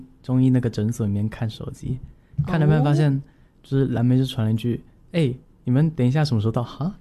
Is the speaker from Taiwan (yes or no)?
yes; Tainan, Taiwan; moved away; 因为我是台南人，然后我回家频率大概是半年到一年一次。